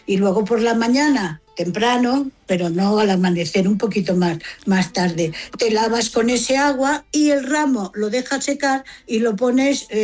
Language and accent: Spanish; Galicia, Spain; Sí, yo soy gallega, además.